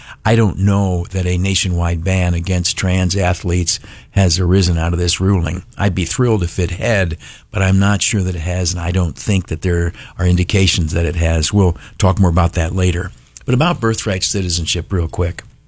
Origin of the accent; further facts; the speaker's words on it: United States; I was born an American citizen, right? And you were born an American citizen. And as an American citizen, I live in the greatest country on earth.